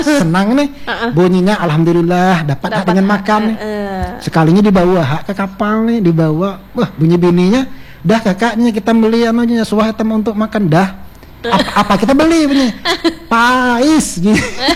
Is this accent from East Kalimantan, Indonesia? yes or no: yes; East Kalimantan, Indonesia; saya asli putra Kedawit dari Kutai Timur